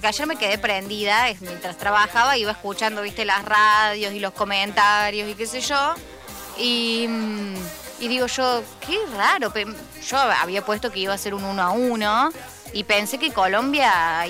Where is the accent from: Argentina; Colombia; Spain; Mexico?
Argentina